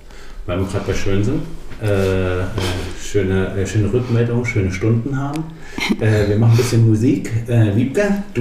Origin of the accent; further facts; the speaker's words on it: Leipzig, Saxony, Germany; moved away; Also ich bin ja auch ursprünglich aus Leipzig, viele Jahre in Leipzig unterwegs.